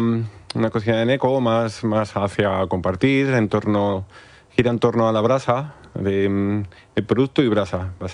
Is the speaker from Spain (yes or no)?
yes; Madrid, Community of Madrid, Spain; yo soy de aquí de Madrid y al final, pues bueno, la tierra tira y me vine para acá